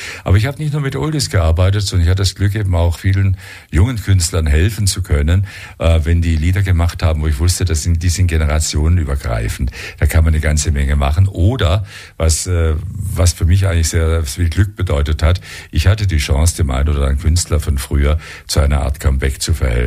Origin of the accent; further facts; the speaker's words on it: Belgium; Nur offenbar habe ich vom Dialekt her, vom Anklang her, etwas, was mich als Belgier outet. Für einen Deutschen werde ich eigentlich selten gehalten.